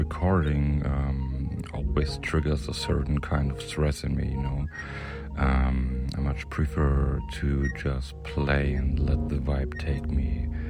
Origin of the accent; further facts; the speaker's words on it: Nuremberg, Bavaria, Germany; I'm from Nuremberg and half Greek, and yeah, I've been collecting and DJing and playing in and around Nuremberg, I think, since 2013.